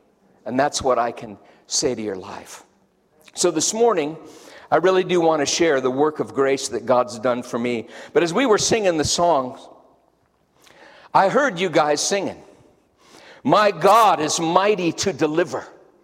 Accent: Denver, Colorado, United States; Well, I grew up in North Denver.

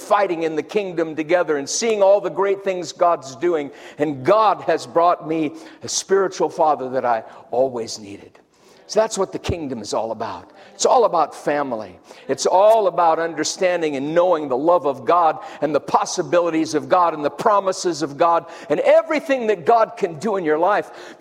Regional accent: Denver, Colorado, United States; Well, I grew up in North Denver.

